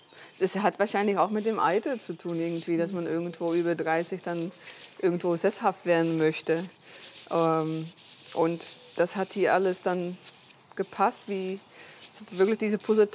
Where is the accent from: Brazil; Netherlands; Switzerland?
Netherlands; Zeeland; German is a second language; now in Mecklenburg Lake District, Germany; aus der Ecke, wo ich aus Holland komme, aus Seeland